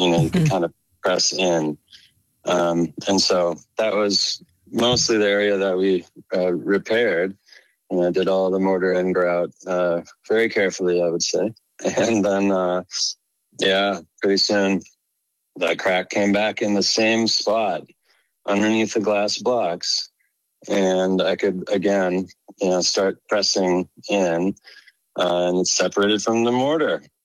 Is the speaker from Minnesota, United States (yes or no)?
yes; Minneapolis, Minnesota, United States; I'm from Minneapolis, Minnesota.